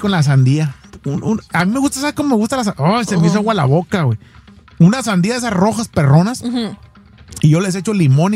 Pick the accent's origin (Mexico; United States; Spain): Mexico; Estación Capoma, Sinaloa; Allá de donde soy yo, de Sinaloa, de Estación Capoma, WhatsApp, Sinaloa, México.